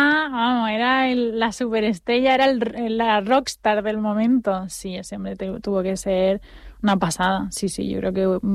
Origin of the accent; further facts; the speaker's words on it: Spain; todos los españoles tenemos una especie de complejo.